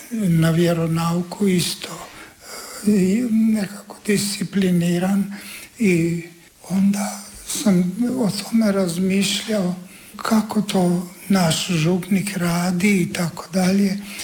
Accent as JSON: {"language": "Croatian", "town": "Sveti Juraj na Bregu", "region": "Međimurje County", "country": "Croatia", "tie": "born or raised there", "said": "ja sam završio osnovnu školu u mom zavičaju u Međimurju, u Sveti Juraj na Bregu"}